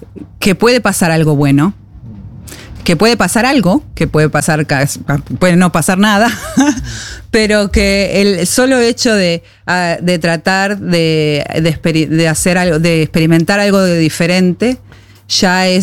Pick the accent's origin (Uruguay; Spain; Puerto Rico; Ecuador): Uruguay; moved away; en Uruguay hace 13, 14